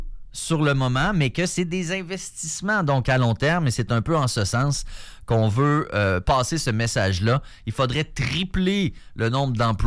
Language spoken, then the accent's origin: French; Quebec City, Quebec, Canada; born there